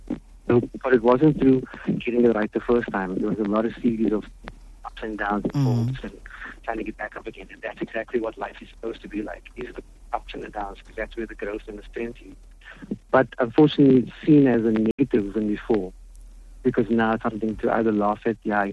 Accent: Cape Town, Western Cape, South Africa; I'm from Athlone, from Thornton Road, I went to Sunnyside Primary. So that is where I grew up. I'm 51 years old, so I understand the dynamics on that area.

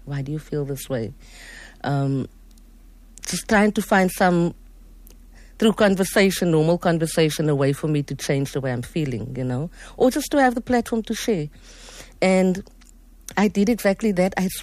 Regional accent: Mitchells Plain, Western Cape, South Africa; And growing up in Mitchell's Plain and having to deal with the social ills and then the station strangler. And I grew up in that era.

